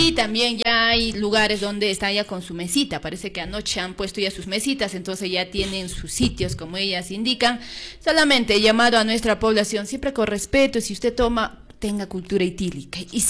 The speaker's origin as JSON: {"language": "Spanish", "country": "Peru"}